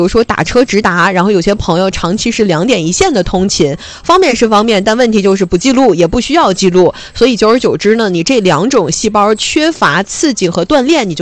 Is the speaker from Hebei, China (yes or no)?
yes; Tangshan, Hebei, China; now in Haikou, China; 回老家回唐山